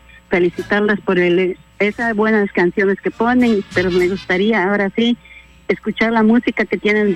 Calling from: Felipe Carrillo Puerto, Quintana Roo, Mexico; Hablo desde Carrillo Puerto.

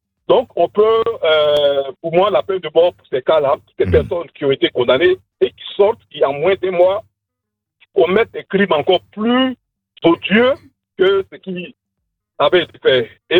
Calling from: Abidjan, Côte d’Ivoire; J'appelle de Cocody, Angrais.

